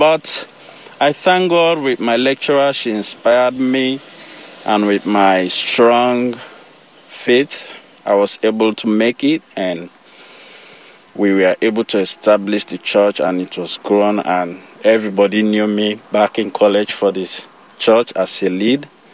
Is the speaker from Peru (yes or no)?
no; Sierra Leone; born there; I was born in Sierra Leone. I have a lot of sisters and brothers who are incredible and they are wonderful. Most of them are in Sierra Leone.